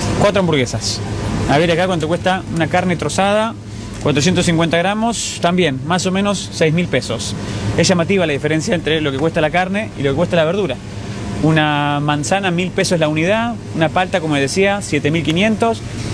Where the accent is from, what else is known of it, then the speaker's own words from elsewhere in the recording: Argentina; siendo argentinos